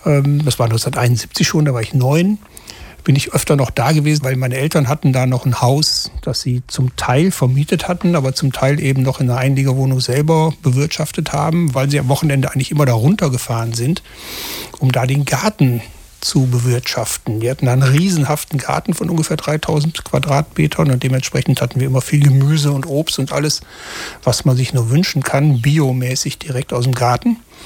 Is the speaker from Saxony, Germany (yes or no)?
no; Rhineland-Palatinate, Germany; Ich bin ja im Westerwald aufgewachsen. Als Kind habe ich sehr lebhaft in Erinnerung, wie genau diese Düsenjäger über unsere Häuser gebrettert sind.